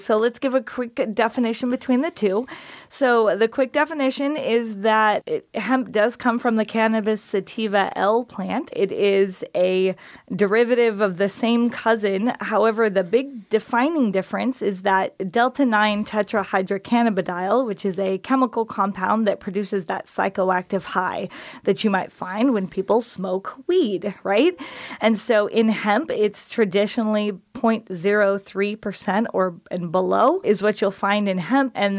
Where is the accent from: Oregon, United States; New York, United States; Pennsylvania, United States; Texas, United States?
Oregon, United States; moved away as an adult; now in Alaska, United States; I came from Oregon, and I grew up in Oregon